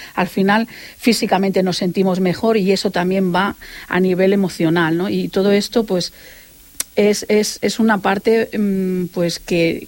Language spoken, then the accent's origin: Spanish; Barcelona, Catalonia, Spain; Yo he nacido en el barrio, Mónica. He nacido, yo creo que... Bueno, nací en el Valle Brón, pero soy del barrio de toda la vida, además. Amo el barrio como tal. No me he querido mover